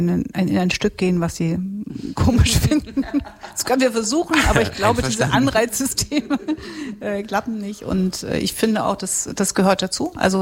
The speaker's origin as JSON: {"language": "German", "region": "Thuringia", "country": "Germany", "tie": "born or raised there", "said": "Also ich habe ganz lange für den Erhalt der Theater in den 90ern gekämpft in meinem Heimatland Thüringen, weil da irgendwie, wir haben quasi auf jedem Hügel ein Theater"}